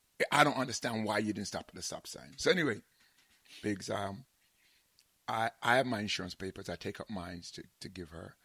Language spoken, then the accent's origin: English; Jamaica; They don't know I'm Jamaican.